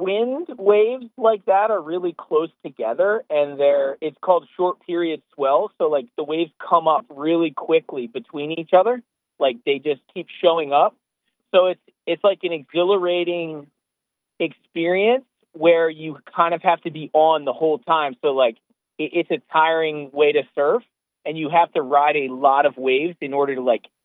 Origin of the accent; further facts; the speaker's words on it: Pennsylvania, United States; now in Jersey Shore, United States; I was born and raised in Pennsylvania, but I learned how to surf on the Jersey Shore and when I was younger, I ended up moving to the Jersey Shore. So that's where I am these days.